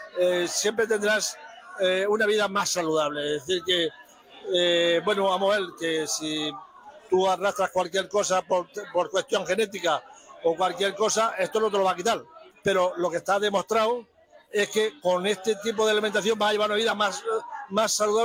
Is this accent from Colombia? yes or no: no; Almería, Andalusia, Spain; moved away; en mi tierra, en Almería, donde yo me he criado.